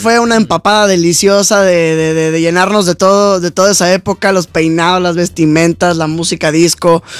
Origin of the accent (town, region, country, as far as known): Valle de Bravo, State of Mexico, Mexico; born or raised there